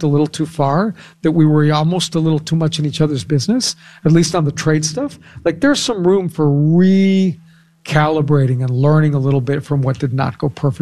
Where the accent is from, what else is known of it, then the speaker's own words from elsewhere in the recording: California, United States; So in my home state of California in the early 1970s